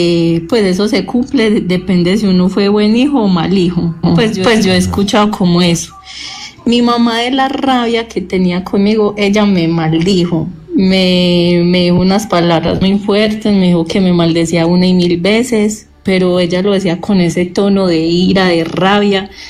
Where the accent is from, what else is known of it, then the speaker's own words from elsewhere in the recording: Medellín, Antioquia, Colombia; Yo soy de Medellín